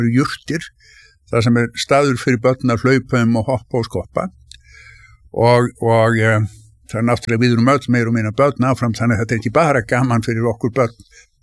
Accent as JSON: {"language": "Icelandic", "town": "Reykjavík", "region": "Capital Region", "country": "Iceland", "tie": "born or raised there"}